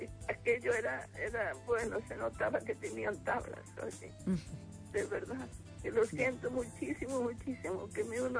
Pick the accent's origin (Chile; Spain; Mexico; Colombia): Spain; Ourense, Galicia